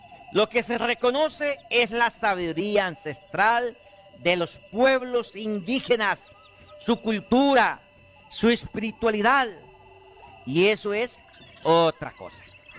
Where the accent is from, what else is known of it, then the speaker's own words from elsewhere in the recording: Colombia; Justamente en Colombia, en mi tierra natal, en mi tricolor amarillo, azul y rojo